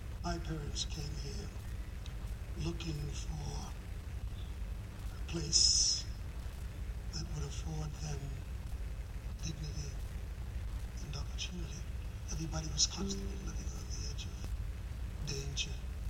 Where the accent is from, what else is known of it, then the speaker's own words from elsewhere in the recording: Jamaica; children back to the Caribbean, where life was a little less frenetic.